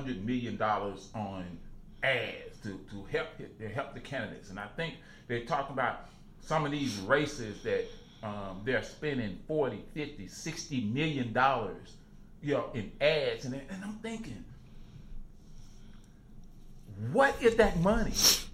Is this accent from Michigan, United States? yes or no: no; Chicago, Illinois, United States; this current president, he reminds me of growing up in Chicago, going on a street corner, and you got somebody selling everything out there, Trump.